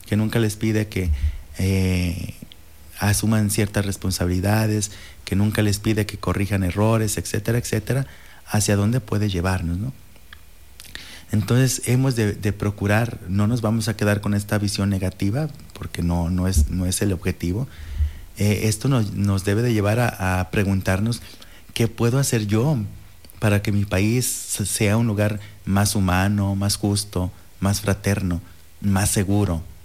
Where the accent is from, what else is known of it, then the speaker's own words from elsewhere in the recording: Mexico; es necesario que nosotros como mexicanos, miembros, integrantes de esta patria, seamos realistas